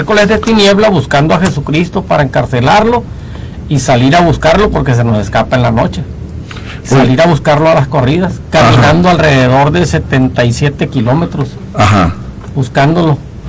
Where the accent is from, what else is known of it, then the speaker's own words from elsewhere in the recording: San Miguel Zapotitlán, Mexico; Nosotros somos de San Miguel Zapotitlán.